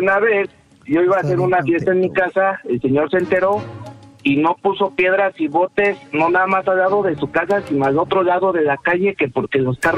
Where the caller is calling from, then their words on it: Naucalpan, State of Mexico, Mexico; De Naucalpan, Estado de México